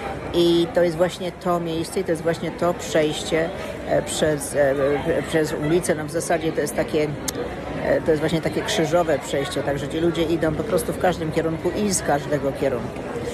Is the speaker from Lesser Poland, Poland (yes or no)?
yes; Kraków, Lesser Poland, Poland; now in Sydney, Australia; ja jestem z Krakowa